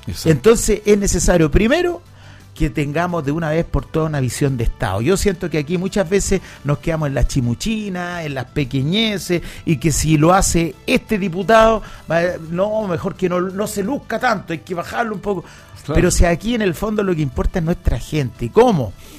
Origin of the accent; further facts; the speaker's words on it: Los Andes, Valparaíso, Chile; yo soy andino, como lo dije recién, nací en Los Andes, en la provincia de Los Andes, nací en el Hospital San Juan de Dios.